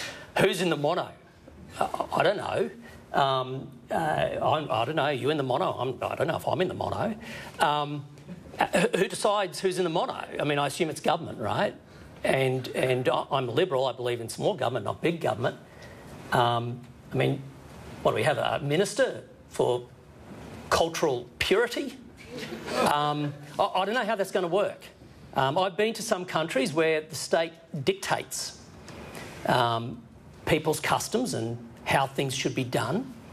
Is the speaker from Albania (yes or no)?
no; Australia; I personally felt very touched as an Australian that he chose to come here first.